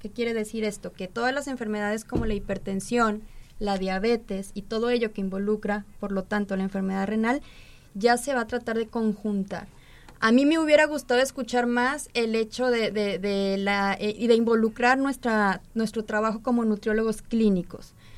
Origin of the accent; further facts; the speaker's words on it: Zacatecas, Mexico; moved away as an adult; now in Poza Rica, Mexico; Yo vengo de Zacatecas, una región totalmente distinta a Poza Rica, Veracruz, y me he dado la tarea en este mes y medio que tengo aquí